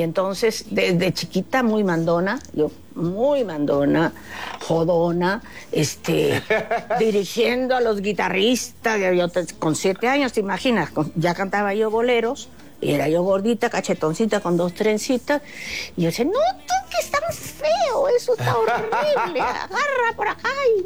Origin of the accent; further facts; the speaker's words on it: Chiclayo, Lambayeque, Peru; a los 7 ya andaba yo en todos los concursos de aficionados de mi tierra natal, allá en el norte del Perú, en Chiclayo.